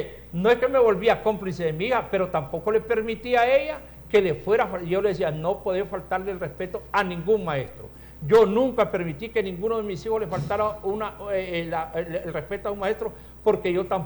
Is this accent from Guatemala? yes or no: no; Comayagüela, Francisco Morazán, Honduras; born there; los que nacimos en Comayagüela.